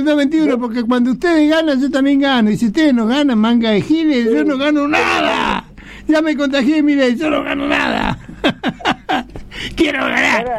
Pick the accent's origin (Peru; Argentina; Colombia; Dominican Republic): Argentina; Buenos Aires; Yo tenía en mi barrio, cuando yo me crié allá en Pompeya, casi Soldati